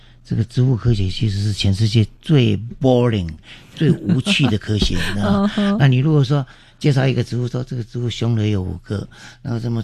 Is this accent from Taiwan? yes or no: yes; Taiwan